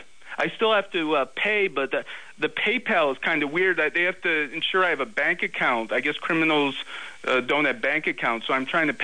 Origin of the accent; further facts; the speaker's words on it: Schenectady, New York, United States; born there; I'm a Leo, and I was born in Schenectady, New York.